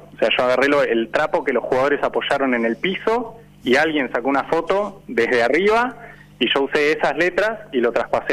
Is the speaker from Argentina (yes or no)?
yes; Argentina; como muchos argentinos, estábamos viendo el partido acá, de hecho, en el taller.